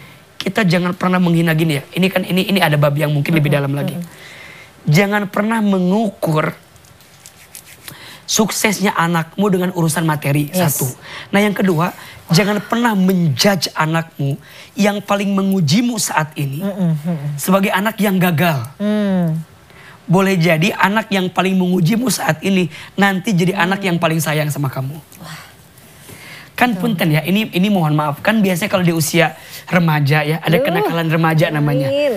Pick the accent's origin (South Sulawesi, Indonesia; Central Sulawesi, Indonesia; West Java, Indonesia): West Java, Indonesia; Garut